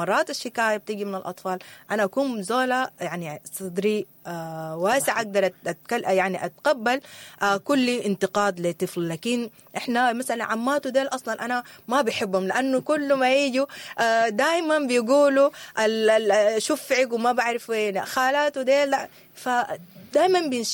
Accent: Sudan; احنا بجد يعني كمجتمع سوداني

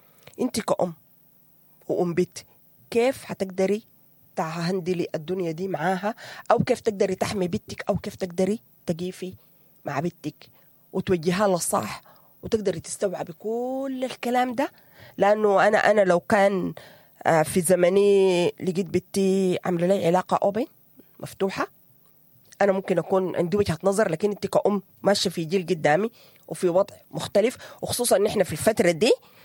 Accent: Sudan; إحنا كمجتمع سوداني

